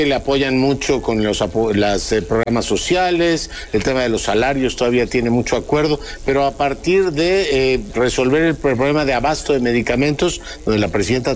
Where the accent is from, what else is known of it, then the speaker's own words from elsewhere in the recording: Mexico; somos muchos los mexicanos y venimos de muchas tradiciones diferentes.